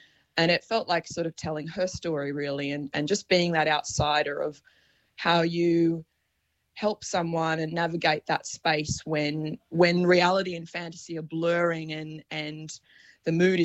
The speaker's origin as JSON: {"language": "English", "town": "Wollongong", "region": "New South Wales", "country": "Australia", "tie": "born or raised there", "said": "in Wollongong, my hometown where I grew up"}